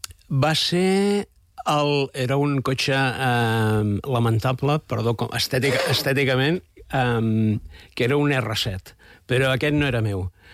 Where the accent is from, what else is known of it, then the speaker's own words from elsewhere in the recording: Sant Joan de les Abadesses, Catalonia, Spain; jo sóc de Can de Bano, ull, perquè he de dir que sóc de Can de Bano, que és important, i la Montserrat, la meva dona, és de Ripoll.